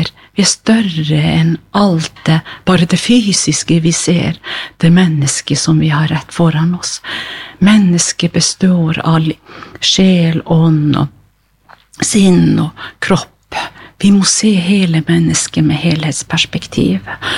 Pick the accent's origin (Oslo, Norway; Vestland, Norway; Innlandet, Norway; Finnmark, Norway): Finnmark, Norway; Tana; når jeg vokste opp I Tana